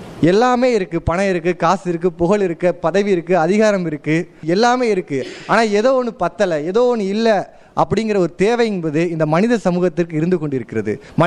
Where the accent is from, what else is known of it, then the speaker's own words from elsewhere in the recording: Kulithalai, Tamil Nadu, India; என்னுடைய ஊர் குளித்தலை.